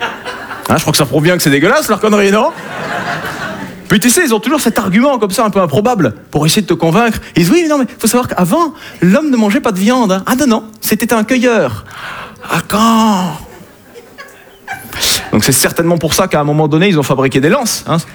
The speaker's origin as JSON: {"language": "French", "region": "Southern France", "country": "France", "said": "Hein, je viens du sud de la France."}